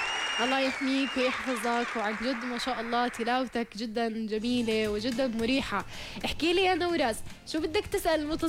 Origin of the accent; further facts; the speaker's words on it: Jordan; هو في اكثر من نادي عندنا في الاردن